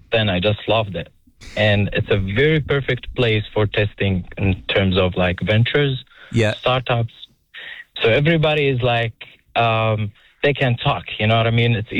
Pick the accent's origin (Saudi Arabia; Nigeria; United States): Saudi Arabia; now in New Zealand; Well, originally I'm from Saudi.